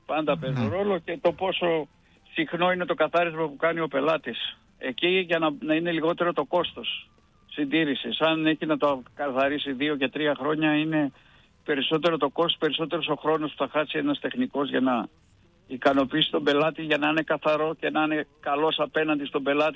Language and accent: Greek; Greece; είμαστε Έλληνες.